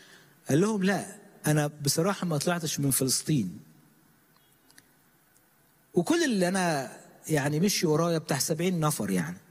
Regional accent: Egypt; احنا شعب مصري

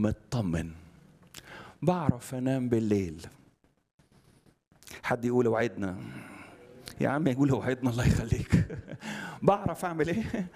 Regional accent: Alexandria, Alexandria Governorate, Egypt; انا اسكندراني صعيدي اه، بس اسكندراني. عندنا خناقاتنا احنا الاسكندرانيه

